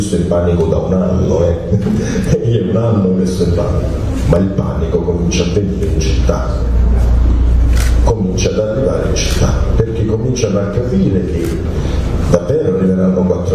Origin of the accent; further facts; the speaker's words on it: Belluno, Veneto, Italy; io sono di Belluno